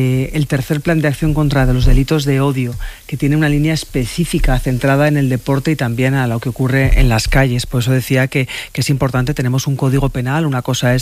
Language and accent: Spanish; Navarre, Spain; pero claro, es que soy navarra